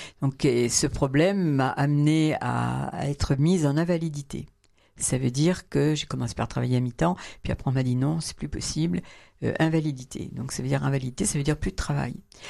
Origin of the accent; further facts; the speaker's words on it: Paris, Île-de-France, France; Ouais, une partie de plaisir, c'est compliqué quand on est Parisien, oui.